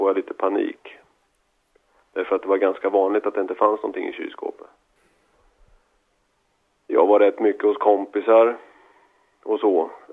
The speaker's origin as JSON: {"language": "Swedish", "town": "Laxå", "region": "Örebro County", "country": "Sweden", "tie": "born or raised there", "said": "Jag växte upp i Laxå som ensamt barn till två missbrukare, alkoholister."}